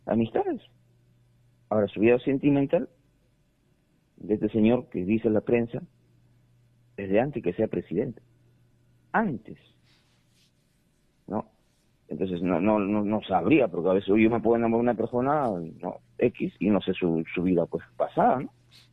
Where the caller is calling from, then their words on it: Lima, Peru; de Lima, siempre escuchando Radio Onda Popular.